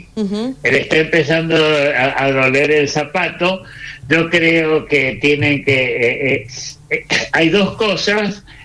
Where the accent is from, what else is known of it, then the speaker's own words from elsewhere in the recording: Godoy Cruz, Mendoza, Argentina; also born or lived in Buenos Aires; Yo soy nacido en Buenos Aires, pero yo me crié en Godoy Cruz.